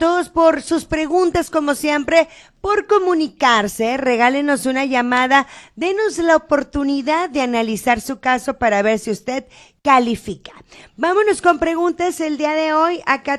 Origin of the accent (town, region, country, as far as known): Mexico; moved away